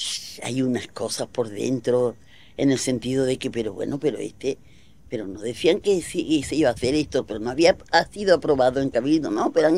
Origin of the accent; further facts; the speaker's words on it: Seville, Andalusia, Spain; desde que mi madre y mis padres se trasladaron desde Triana, donde yo nací, en el barrio de Voluntad, a la Puerta de la Arena, yo, mi infancia, ya de jugar en la calle y eso, fue en la Puerta de la Arena